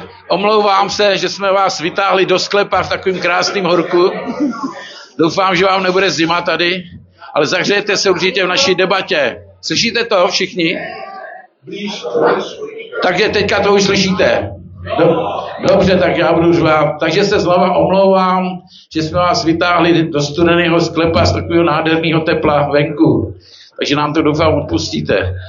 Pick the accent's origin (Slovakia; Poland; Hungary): Hungary; já jsem taky Maďar